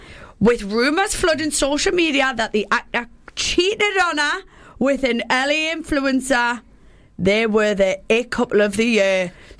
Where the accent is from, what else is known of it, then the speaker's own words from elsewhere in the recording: North East England, United Kingdom; Yeah, I'm the Geordie version.